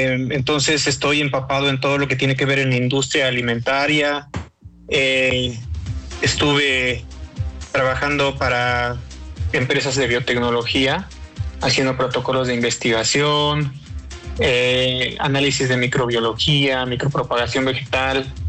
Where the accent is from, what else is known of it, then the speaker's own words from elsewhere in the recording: Michoacán, Mexico; pues yo soy originario de Michoacán.